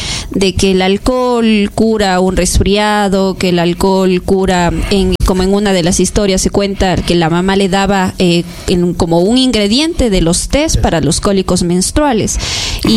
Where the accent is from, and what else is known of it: Ecuador